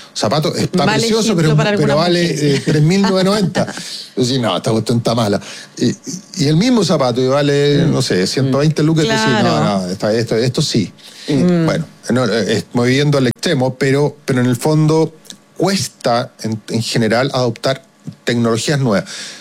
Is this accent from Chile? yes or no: yes; Chile; como chilenos somos bien antichilenos.